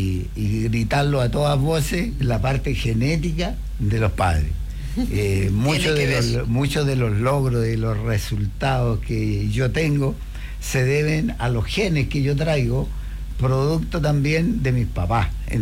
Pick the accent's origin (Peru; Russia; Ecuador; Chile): Chile; Chillán, Ñuble; born there; moved away as an adult; now in Patagonia, Chile; yo soy un guaso chillanejo, digo yo, porque nací en Chillán.